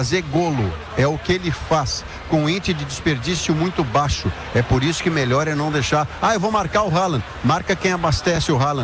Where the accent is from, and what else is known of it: Brazil